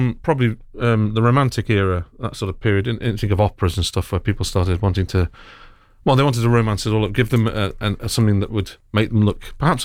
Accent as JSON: {"language": "English", "town": "Radcliffe-on-Trent", "region": "East Midlands", "country": "United Kingdom", "tie": "born or raised there", "said": "I grew up in Radcliffe-on-Trent down the road."}